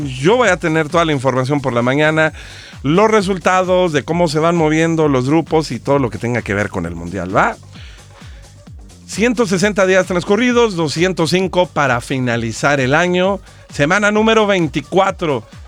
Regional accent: Mexico

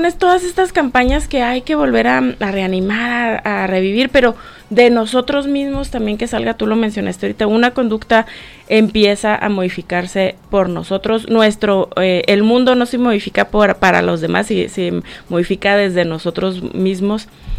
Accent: Chihuahua, Mexico; somos mexicanos, nacimos en México, hay que cuidar nuestro México, nuestro Chihuahua

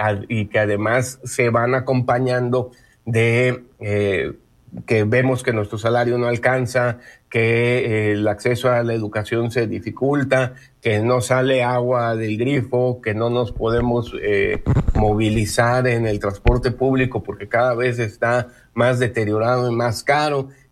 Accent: Mexico

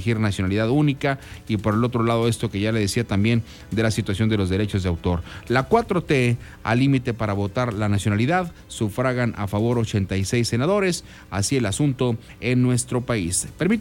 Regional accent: Mexico; la gente que está al frente de nosotros como mexicanos, como ciudadanos

